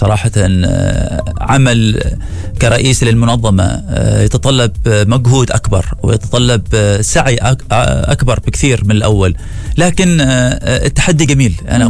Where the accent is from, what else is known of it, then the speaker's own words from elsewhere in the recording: Oman; ولنا نحن كعمانيين لنا الحق نفتخر فيه جميعا